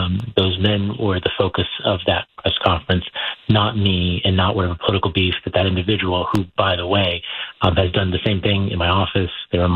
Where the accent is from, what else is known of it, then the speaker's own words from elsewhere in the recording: San Diego, California, United States; As you mentioned, I grew up in San Diego, in Claremont. I went to Madison High School